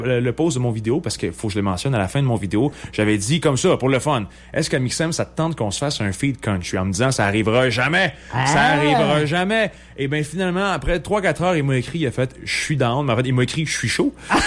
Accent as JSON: {"language": "French", "region": "Quebec", "country": "Canada", "said": "C'est peut-être pas encore aussi populaire que chez nous au Québec"}